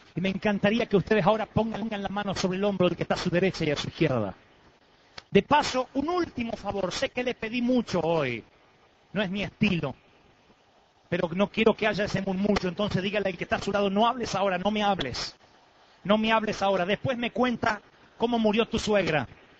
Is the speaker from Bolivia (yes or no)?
no; Billinghurst, Buenos Aires Province, Argentina; born there; Te está hablando alguien que no tuvo la fortuna de nacer en Europa. Nací por allá en Sudamérica, en un pueblito que no aparece en el mapa, Billinghurst, de Buenos Aires.